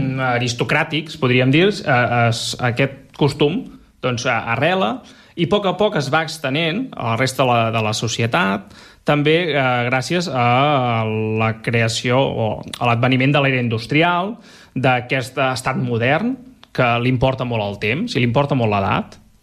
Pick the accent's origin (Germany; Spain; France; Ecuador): Germany; Munich, Bavaria; Bueno, jo sóc aquí de Múnich de tota la vida